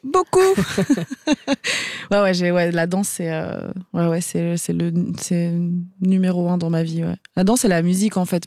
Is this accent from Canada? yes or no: no; Algeria; born there; je suis née en Algérie pendant la guerre civile